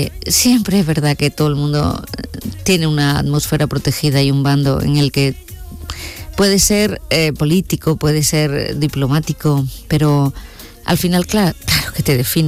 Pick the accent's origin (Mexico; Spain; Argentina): Spain; now in Dominican Republic; la españolita, que es como me llaman